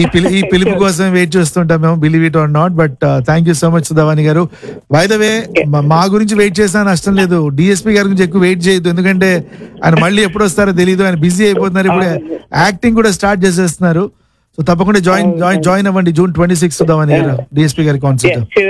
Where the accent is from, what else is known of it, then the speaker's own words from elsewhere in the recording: Visakhapatnam, Andhra Pradesh, India; moved away; మాది వైజాగే